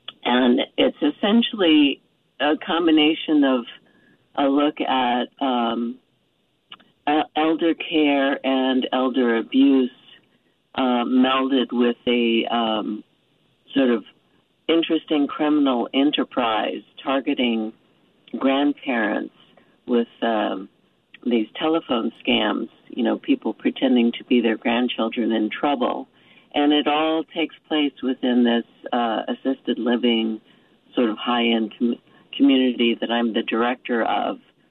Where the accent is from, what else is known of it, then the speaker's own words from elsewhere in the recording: Coral Gables, Florida, United States; born there; also born or lived in Miami; Born in Florida. I was born in Coral Gables.